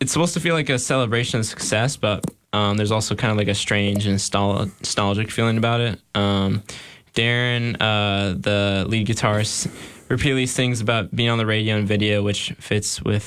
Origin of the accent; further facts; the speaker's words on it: Burbank, California, United States; pretty close to my hometown of Burbank, Glendale, California